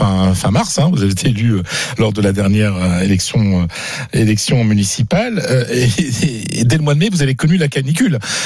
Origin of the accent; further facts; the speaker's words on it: Hauts-de-France, France; Voilà, moi je suis du Pas-de-Calais, vraiment la Somme, c'est vraiment pas loin.